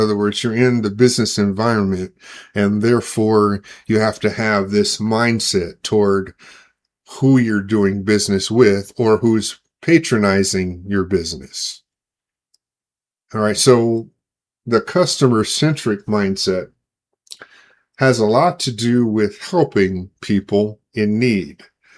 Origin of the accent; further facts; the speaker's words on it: Omaha, Nebraska, United States; now in Denver, United States; but he's also working in Omaha, Nebraska, which happens to be my hometown.